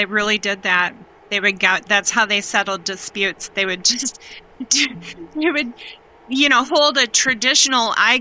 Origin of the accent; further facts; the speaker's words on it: Michigan, United States; now in Oregon, United States; when I grew up in Michigan